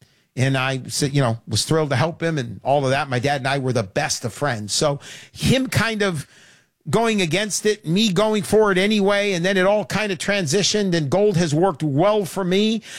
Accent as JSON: {"language": "English", "region": "California", "country": "United States", "tie": "born or raised there", "said": "Southern California."}